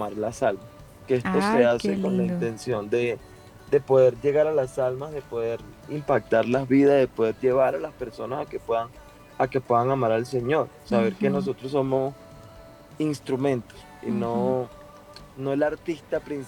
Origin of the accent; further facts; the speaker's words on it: Venezuela; now in Colombia; venimos de Venezuela